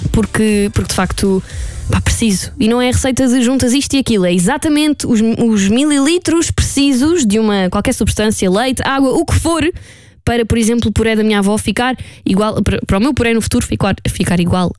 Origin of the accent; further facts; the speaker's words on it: Minas Gerais, Brazil; milho, viajo automaticamente para Minas Gerais, de onde, aliás, sou natural.